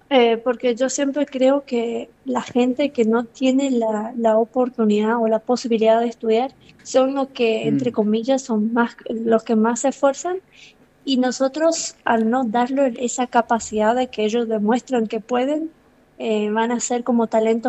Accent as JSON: {"language": "Spanish", "region": "Misiones", "country": "Argentina", "moved": "as an adult", "lives_now": "Mendoza, Argentina", "said": "Salí de Misiones porque allá la parte de investigación de neurociencia y biomédica no está avanzada, entonces quería buscar una buena ciencia, por eso me vine a Mendoza."}